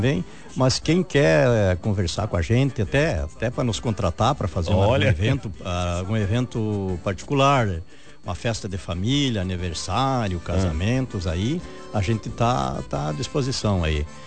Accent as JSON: {"language": "Portuguese", "town": "Santa Rosa", "region": "Rio Grande do Sul", "country": "Brazil", "moved": "as an adult", "lives_now": "Santa Catarina, Brazil", "said": "Eu já fazem 7 anos que eu tô radicado aqui em Santa Catarina e venho de Santa Rosa."}